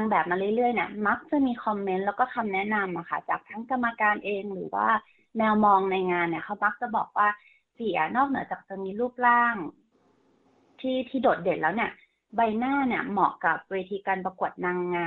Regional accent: Chiang Mai, Thailand; เดิมทีนะคะ … เป็นคนจังหวัดเชียงใหม่ค่ะเกิดแล้วก็โตที่จังหวัดเชียงใหม่นะคะ

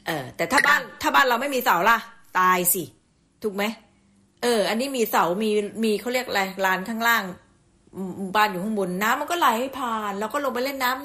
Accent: Phatthalung, Thailand; moved away; สมัยเด็กๆเนี่ยเราก็เกิดทางเด็กต่างจังหวัดเนาะเกิดที่ภาคใต้ถึงจะเป็นอำเภอเมืองแต่มันก็เป็นต่างจังหวัดที่พัทลุง

